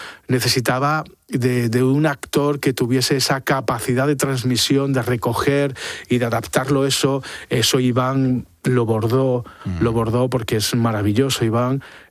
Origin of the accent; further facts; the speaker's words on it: Avilés, Asturias, Spain; now in Madrid, Spain; Bueno, en aquel momento en Avilés, yo soy de Avilés, me siento muy avilesino.